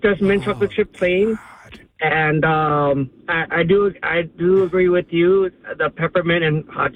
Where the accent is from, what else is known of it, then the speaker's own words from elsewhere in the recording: Woodbridge, New Jersey, United States; now in Philadelphia, United States; even though I'm from Philly, I grew up in Woodbridge, so we moved to Philly after the fact. But near Edison area.